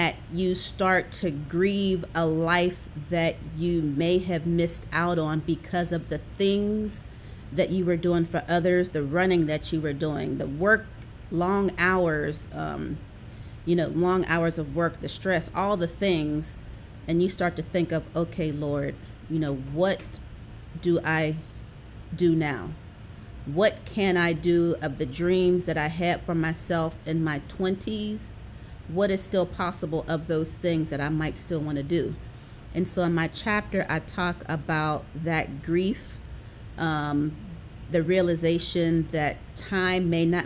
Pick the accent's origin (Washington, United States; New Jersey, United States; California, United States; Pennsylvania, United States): Pennsylvania, United States; Pittsburgh; now in Atlanta, United States; I am hailing from Atlanta, but I'm also by way of Pittsburgh, Pennsylvania. I grew up in Pittsburgh.